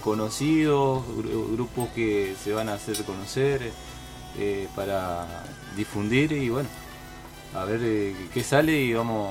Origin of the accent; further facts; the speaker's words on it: Paraná, Entre Ríos, Argentina; soy de Paraná